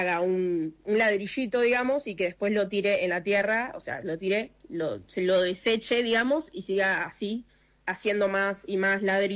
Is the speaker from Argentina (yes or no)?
yes; Argentina; moved away as an adult; now in United States; soy argentina, nací acá, me crecí acá, todo acá, me crié acá y obviamente mis papás, toda mi familia sigue estando en Argentina